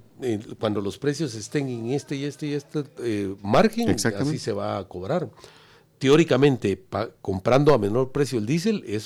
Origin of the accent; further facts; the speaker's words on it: Guatemala; como los guatemaltecos, por ser la Capitanía General, somos apenados por naturaleza